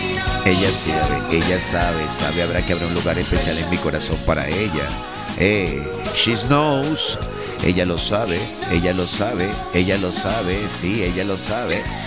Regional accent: Venezuela; como tú y como yo, venezolano

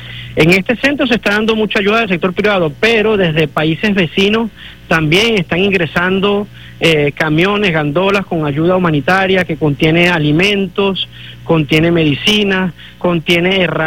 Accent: Venezuela; sino que nos une como venezolanos

